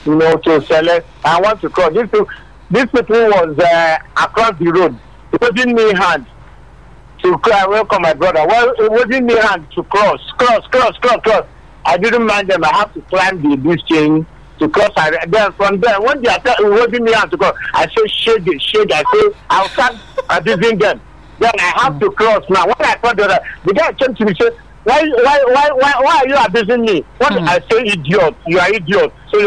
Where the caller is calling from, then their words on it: Badagry, Lagos, Nigeria; I'm calling from Aradabu Badagri.